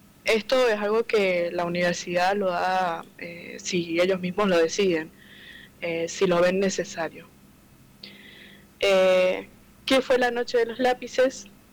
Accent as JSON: {"language": "Spanish", "town": "San Rafael", "region": "Mendoza", "country": "Argentina", "said": "tengo 21 años. Bueno, soy de San Rafael Mendoza"}